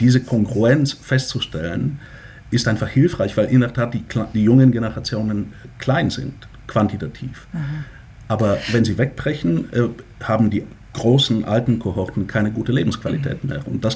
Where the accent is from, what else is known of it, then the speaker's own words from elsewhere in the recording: Bulgaria; German is a second language; now in Germany; Wenn ein Land wie meine Heimat Bulgarien Trabi-artige Leistungen hinstellt, also ein vergleichsweise schlechtes Gesundheitssystem, aber dafür sehr niedrige Steuer den Bürgern abverlangt, ist es auch okay.